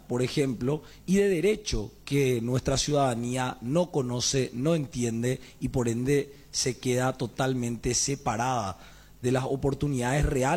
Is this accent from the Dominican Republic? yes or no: no; Asunción, Paraguay; yo soy asunceno